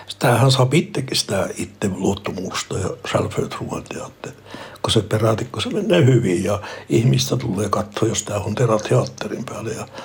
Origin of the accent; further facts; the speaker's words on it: Norrbotten County, Sweden; first language Meänkieli; että miekin kelpaa, vaikka mä olen Tornionlaaksosta ja puhun meidän kieltä.